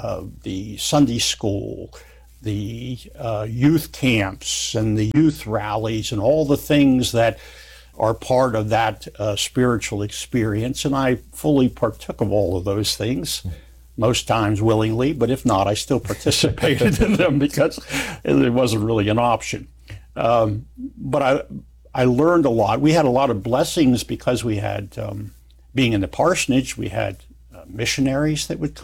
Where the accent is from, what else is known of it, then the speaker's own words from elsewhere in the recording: Pennsylvania, United States; also born or lived in New Jersey; So I grew up in Pennsylvania and New Jersey.